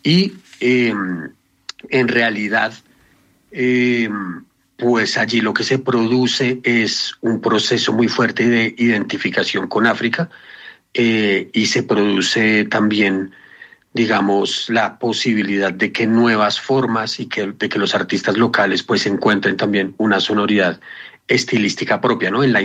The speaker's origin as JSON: {"language": "Spanish", "region": "Bogotá", "country": "Colombia", "tie": "born or raised there", "said": "yo soy Rolo, de acá de Bogotá."}